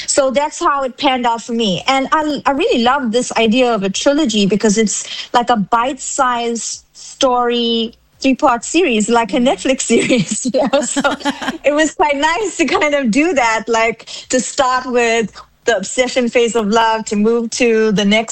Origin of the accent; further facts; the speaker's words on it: South Africa; I'm keeping in touch with who I am as a South African.